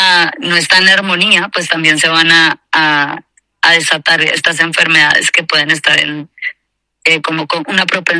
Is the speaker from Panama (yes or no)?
no; Mexico City, Mexico; yo vengo de México. Ciudad de México es un lugar donde, pues básicamente eso no es oxígeno, es dióxido de carbono.